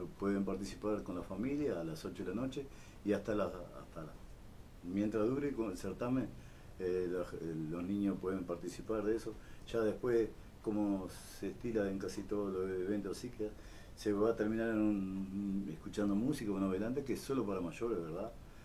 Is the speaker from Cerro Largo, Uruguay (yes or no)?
yes; Melo, Cerro Largo, Uruguay; also born or lived in Maldonado; now in Vergara, Uruguay; yo viví en Maldonado, soy de Melo